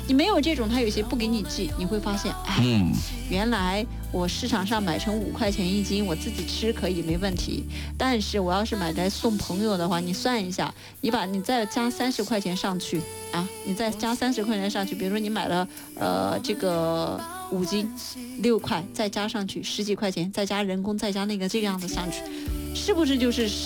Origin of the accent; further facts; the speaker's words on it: China; 我觉得是我们就是中国人会吃的很，